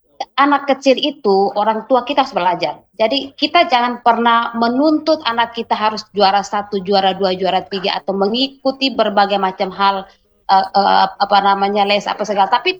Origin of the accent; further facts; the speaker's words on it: East Nusa Tenggara, Indonesia; kita orang NTT